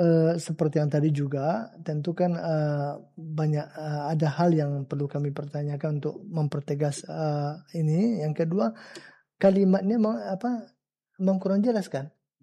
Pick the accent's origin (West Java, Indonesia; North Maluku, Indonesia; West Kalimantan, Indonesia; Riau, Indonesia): Riau, Indonesia; Kampar